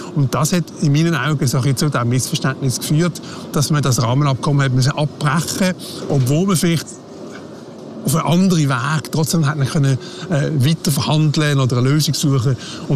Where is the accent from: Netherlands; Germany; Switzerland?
Switzerland; Und von der EU-Kommission hat man eigentlich bald mehr erfahren als von der Schweizer Seite, als Schweizer Journalist.